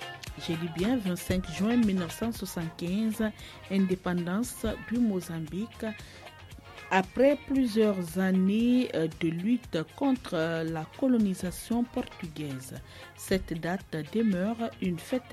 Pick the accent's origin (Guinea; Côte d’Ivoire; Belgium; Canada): Guinea; chez nous en Guinée